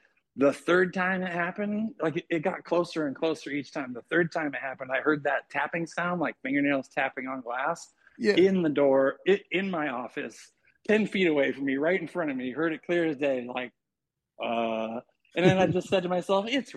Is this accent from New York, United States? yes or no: no; Chehalis, Washington, United States; moved away as an adult; I just moved back to Washington. I am a Washington native, born and raised in Chehalis.